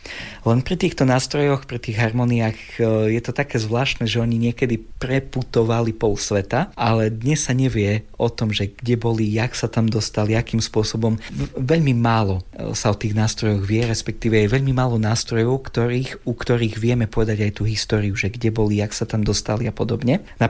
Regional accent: Prešov, Prešov Region, Slovakia; Keďže ja pochádzam zo Solivaru

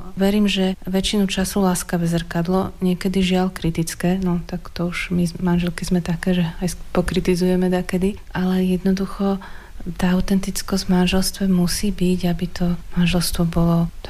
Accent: Bratislava, Bratislava Region, Slovakia; A my sme obidvaja zo západu z Bratislavy a tam trošku je taká iná mentalita

